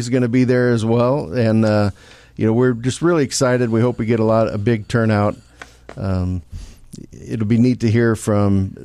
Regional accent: Germantown, Illinois, United States; I was born and raised in Germantown, Illinois. I went to Breeze Modern Day High School.

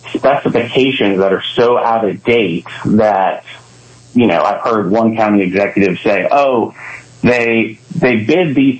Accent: Bowie, Maryland, United States; born there; I was originally born in Bowie as well

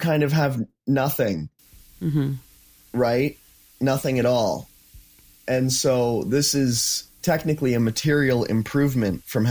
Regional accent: Colehurst, Alberta, Canada; So I grew up in Colehurst, Alberta.

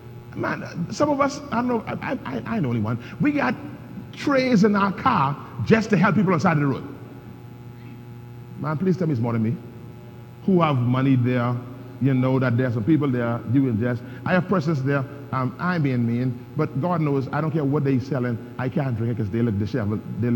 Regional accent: Nassau, New Providence, Bahamas; I'm from Nassau.

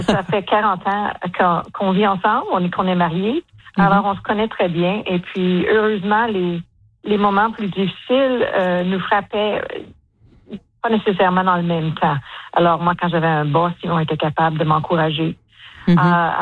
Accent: Ottawa, Ontario, Canada; moved away as an adult; now in Vancouver Island, Canada; On a grandi à Ottawa, mais on a passé toute notre vie adulte ici sur l'île de Vancouver.

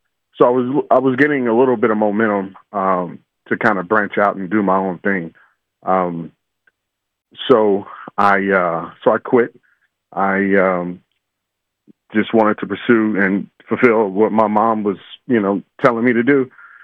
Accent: Arkansas, United States; now in Kansas City, United States; I am from Arkansas. I do have that Southern in me.

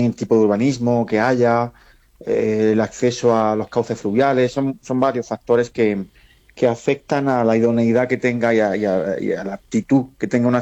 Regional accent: Andalusia, Spain; En las ciudades andaluzas, Yo soy andaluz, eso es de primer orden de preocupación en las ciudades andaluzas

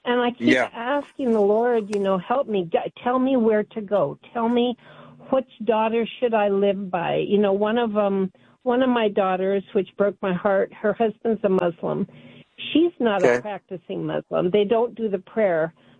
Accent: Seattle, Washington, United States; I'm 71 years old. I was raised in Seattle, and I was part of we had a Jesus movement way back when I was 16 up here in Seattle

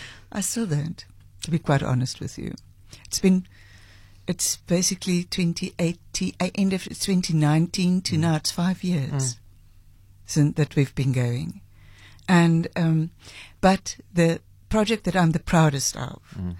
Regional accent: East London, Eastern Cape, South Africa; Yeah, I was a housewife from East London that has decided I'm opening up a company.

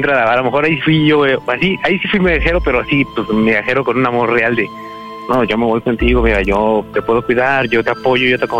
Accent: Mexico City, Mexico; now in Veracruz, Mexico; Bueno, no. Soy nativo de la Ciudad de México, pero ando viviendo por acá.

